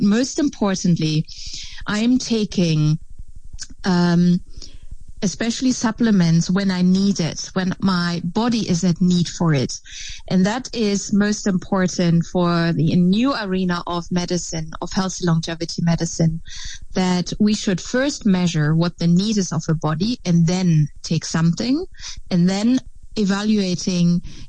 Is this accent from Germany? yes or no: yes; Germany; English is a second language; now in Netherlands